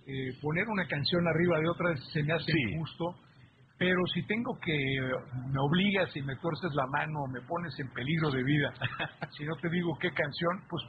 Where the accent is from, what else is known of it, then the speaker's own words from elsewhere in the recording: Mexico; lo terribles que somos los mexicanos con los migrantes que cruzan nuestro país.